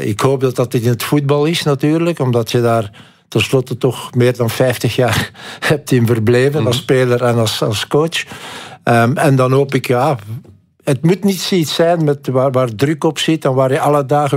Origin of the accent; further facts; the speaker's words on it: Belgium; dan kom je daar als Belg